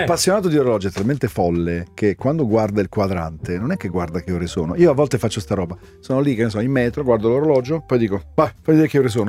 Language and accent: Italian; Southern Italy, Italy; io so Terrone, uso il passato remoto anche su ieri.